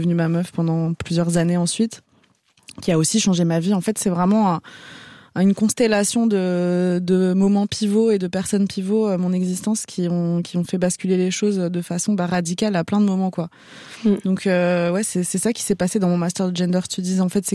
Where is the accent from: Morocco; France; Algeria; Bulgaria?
Algeria; born there; je suis née en Algérie pendant la guerre civile, donc de toute façon, j'étais pas trop censée être là non plus.